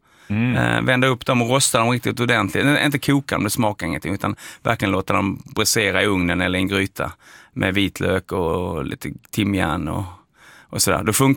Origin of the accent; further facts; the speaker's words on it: Skåne, Sweden; born there; Men jag är nästan uppvuxen på Österlen kan man säga, stor del av mitt liv.